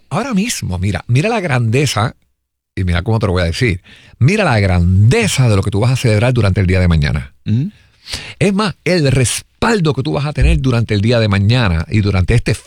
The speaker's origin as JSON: {"language": "Spanish", "country": "Puerto Rico", "said": "como puertorriqueño, a mí me hubiese gustado porque la política yo creo que nos corre a todos."}